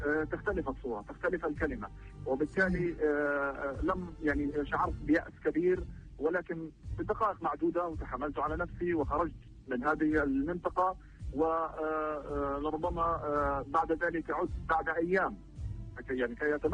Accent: Rafah, Gaza Strip, Palestine; moved away as an adult; now in Khan Yunis, Palestine; أنا صحيح مسقط رأسي مدينة رفح، هذه المدينة الآن هي تحت السيطرة الإسرائيلية بشكل كامل، الجيش الإسرائيلي يسيطر عليها، لم نتمكن حتى اللحظة من العودة إليها

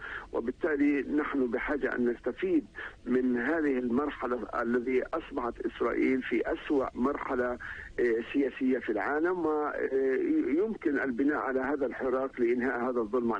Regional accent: Palestine; لنا كفلسطينيين

